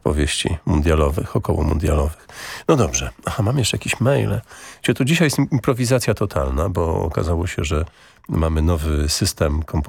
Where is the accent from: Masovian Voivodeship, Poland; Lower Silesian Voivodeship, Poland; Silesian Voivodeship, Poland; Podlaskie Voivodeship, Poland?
Podlaskie Voivodeship, Poland; Augustów; Bo jestem chłopak z Augustowa.